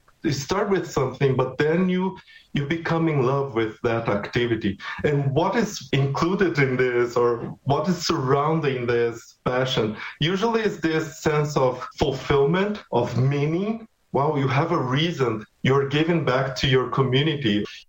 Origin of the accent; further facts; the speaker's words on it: Brazil; And sometimes I remember I came from Brazil. I remember a community that was very proud of having runners coming from that.